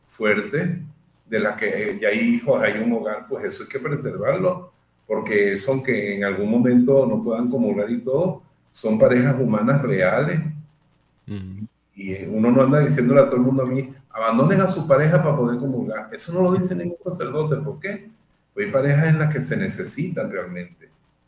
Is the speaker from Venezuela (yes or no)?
yes; Venezuela; Aunque yo sea hijo de alemanes, yo soy criollito, criollito. Usted me abre la vena y lo que sale es caldo de caraota venezolana.